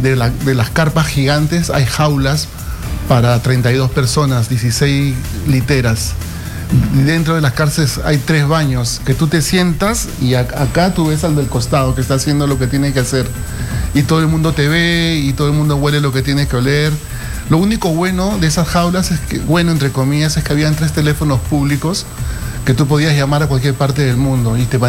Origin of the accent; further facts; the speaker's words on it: Callao, Peru; yo soy chalaco